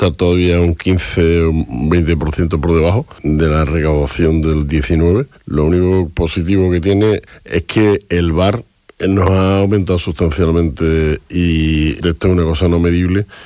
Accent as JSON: {"language": "Spanish", "town": "Huelva", "region": "Andalusia", "country": "Spain", "said": "Y después una película de chavales en Huelva, mi tierra, yo creo que puede estar interesante."}